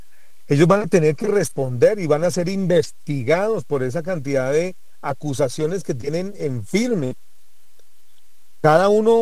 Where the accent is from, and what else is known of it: Colombia